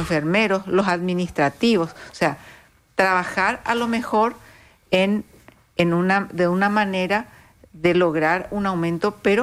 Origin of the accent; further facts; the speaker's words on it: Encarnación, Itapúa, Paraguay; Todos saben que yo soy de Encarnación.